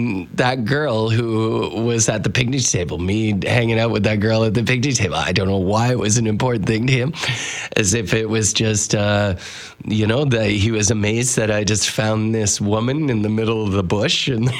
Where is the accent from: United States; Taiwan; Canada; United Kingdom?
Canada; But of course, being French Canadian, it was like Houston Lake.